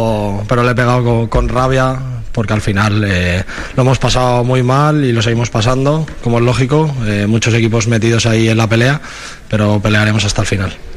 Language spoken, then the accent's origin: Spanish; Valencian Community, Spain; Una locura, encima yo que soy valenciano y enseguida que hay petardos me emociono.